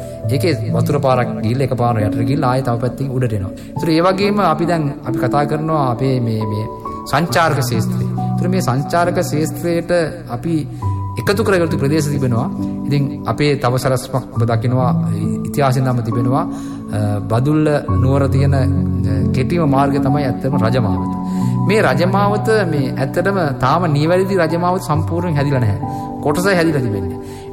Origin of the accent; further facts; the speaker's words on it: Badulla District, Uva Province, Sri Lanka; now in Colombo, Sri Lanka; මගේ ගම මම ඉපදුනේ බදුළු දිස්ත්‍රික් කිව්ව පරණගම. ගමේ නම වැතලාව.